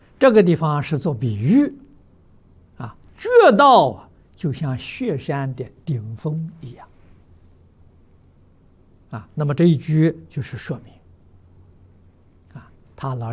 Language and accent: Chinese; China